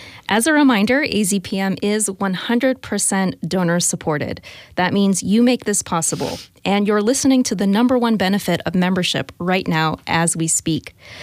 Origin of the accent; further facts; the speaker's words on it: Akron, Ohio, United States; I grew up in Northeast Ohio. I'm from Akron, Ohio.